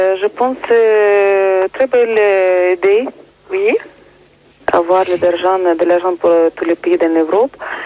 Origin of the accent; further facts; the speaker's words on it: Ukraine; Je suis ukrainienne.